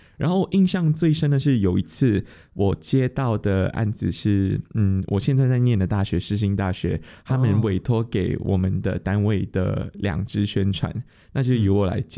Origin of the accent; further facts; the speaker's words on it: Kuala Lumpur, Malaysia; now in Taiwan; 然后也来自马来西亚，来自马来西亚吉隆坡。